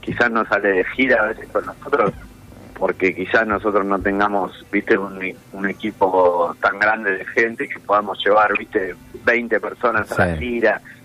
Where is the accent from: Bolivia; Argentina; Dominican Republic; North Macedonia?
Argentina; Buenos Aires; Lo que pasa es que somos los tres de Piedrabuena, nosotros somos de un barrio acá de Tugano, que se llama, sí, Piedrabuena. Yo vivo actualmente, nací acá y sigo viviendo acá